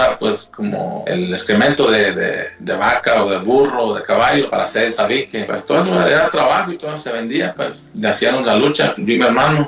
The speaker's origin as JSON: {"language": "Spanish", "town": "Huetamo", "region": "Michoacán", "country": "Mexico", "tie": "born or raised there", "said": "Yo soy de Michoacán, de un pueblo que se llama Huetamo. Pues como toda niñez, es un rancho. Bueno, no sé, te digas un pueblo, un rancho."}